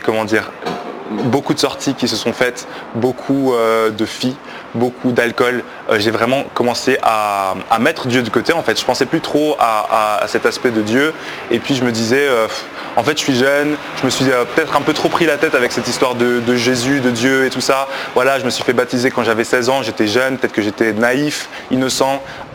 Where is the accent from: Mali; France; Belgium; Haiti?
Belgium; Donc j'ai grandi en Belgique du coup, j'ai eu une enfance assez normale avec ma famille qui est chrétienne et donc tous les dimanches on allait à l'église